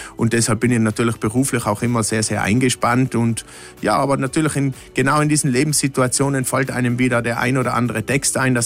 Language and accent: German; Austria; damit man eben vielleicht auch als Österreicher ein bisschen den Sprung nach Deutschland schaffen